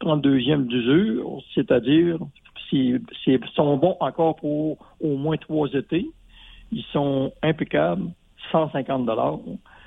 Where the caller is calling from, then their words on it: Saint-Honoré, Quebec, Canada; Saint-Honoré.